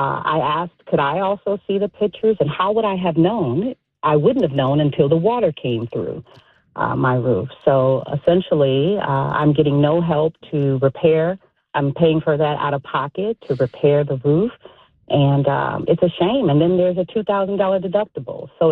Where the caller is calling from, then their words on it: Chicago, Illinois, United States; So it's actually Morgan Park.